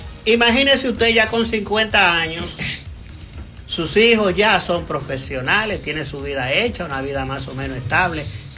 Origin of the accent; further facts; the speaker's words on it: Dominican Republic; que tenemos todos como dominicanos